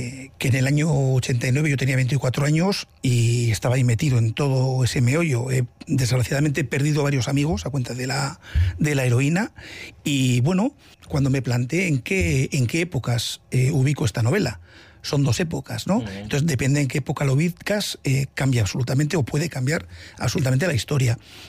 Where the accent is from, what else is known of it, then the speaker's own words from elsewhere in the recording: Basque Country, Spain; de donde soy yo, en la margen izquierda, en Nervión.